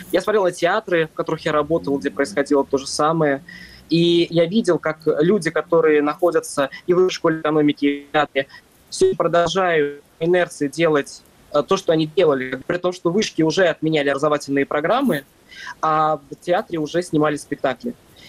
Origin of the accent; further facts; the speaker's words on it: Russia; moved away as an adult; now in Germany; Я уехал из России 3 января этого года, и поэтому я в Германии уже 7 месяц.